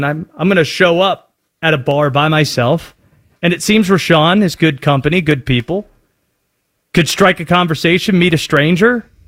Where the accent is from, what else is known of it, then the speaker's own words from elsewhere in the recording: Baltimore, Maryland, United States; born there; now in North Carolina, United States; I was born in Baltimore, so I relate. I live in North Carolina now.